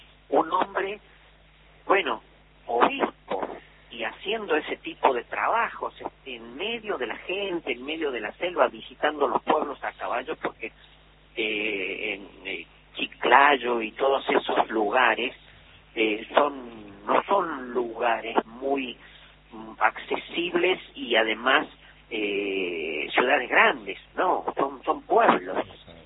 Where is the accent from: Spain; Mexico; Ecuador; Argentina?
Argentina; Córdoba; aunque yo soy cordobés, ¿no?